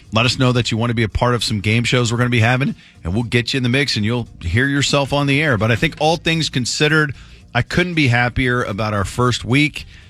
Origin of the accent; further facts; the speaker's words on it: Richardson, Texas, United States; We grew up right here in Richardson, Texas